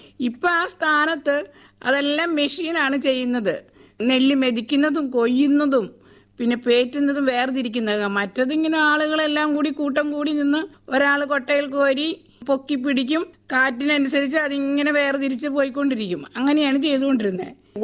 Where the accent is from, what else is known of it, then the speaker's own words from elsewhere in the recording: Ernakulam, Kerala, India; moved away as an adult; now in Kuruppanthara, India; എന്റെ സ്വന്തം സ്ഥലം എറണാകുളമാണ്. അവിടെയാണ് ജനിച്ചു വളർന്നത്. എന്നെ കല്യാണം കഴിച്ചു കൊണ്ടുനിൽക്കുന്നതാണ് കുറുപ്പന്തറ.